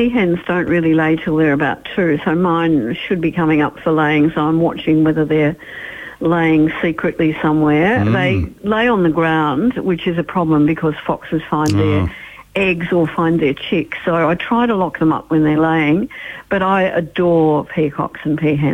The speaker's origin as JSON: {"language": "English", "town": "Dorking", "region": "South East England", "country": "United Kingdom", "said": "I come from the English town of Dorking in England"}